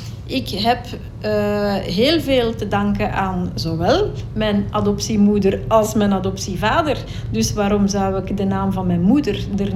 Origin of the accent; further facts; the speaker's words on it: Belgium; also born or lived in India; We zijn hier in België opgegroeid, in Linden.